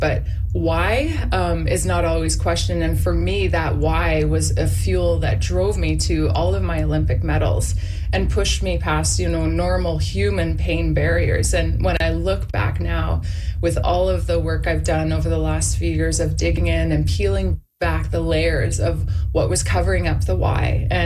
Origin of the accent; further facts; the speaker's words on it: Winnipeg, Manitoba, Canada; Roots are forever planted in prairie soil and my hometown of Winnipeg.